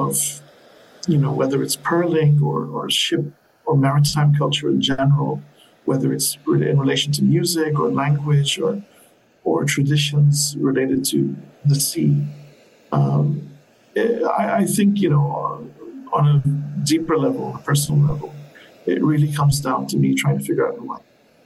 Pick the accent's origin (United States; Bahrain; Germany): Bahrain; I come from Bahrain. Sort of the version of Bahrain that I grew up with in the early 80s was one where there were no skyscrapers like we have now.